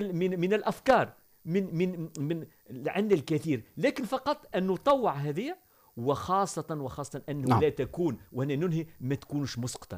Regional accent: Algeria; والواحات ليست حكر لتونس، راهي عندنا في الجزائر

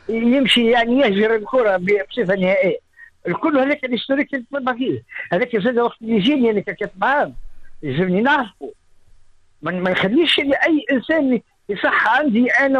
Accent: southern Tunisia, Tunisia; انا من الجنوب التونسي

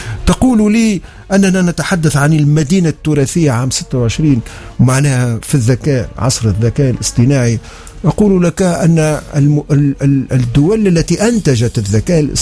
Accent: Tunisia; بعد ما نعيش اي وعندنا في تونس وفي منوبة

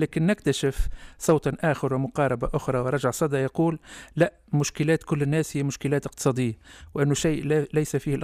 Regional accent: Tunisia; احنا في تونس تعودنا على الربط بين العلوم الاجتماعية والعلوم الإنسانية.

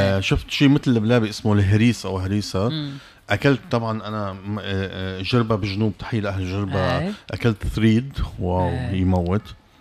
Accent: Lebanon; also born or lived in Canada; now in Tunisia; انا اصلي لبناني وحامل جنسية كندية

